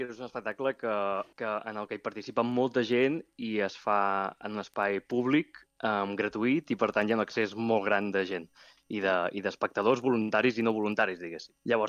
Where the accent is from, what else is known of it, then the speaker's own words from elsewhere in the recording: Mataró, Catalonia, Spain; jo que sóc de Mataró i hem amat pirotècnia des de ben petit i la pólvora em transporta en un lloc molt maternal i molt nostàlgic i molt bonic